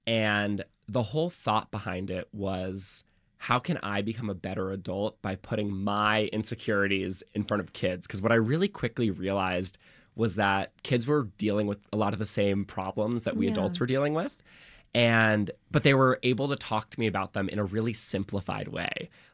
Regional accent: New York City, New York, United States; I was raised by three lesbian moms and two gay dads. I had a big queer family. I was raised in Brooklyn.

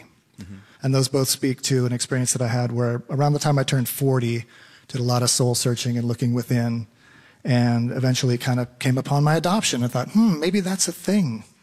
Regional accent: Eugene, Oregon, United States; born there; I was born here in Eugene, and they have open adoption records in Oregon.

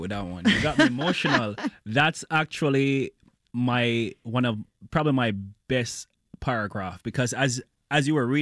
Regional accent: Jamaica; If I'm being completely honest, growing up in Jamaica, I wanted to practice medicine.

